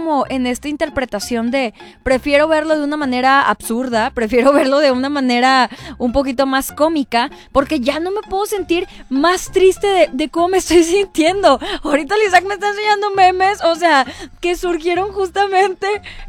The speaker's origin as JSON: {"language": "Spanish", "country": "Mexico"}